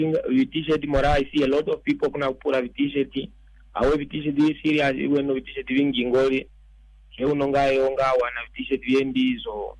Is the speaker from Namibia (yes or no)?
yes; Rundu, Kavango East, Namibia; I'm really proud to become the first Kawango who has ever brought a boxing belt to my hometown.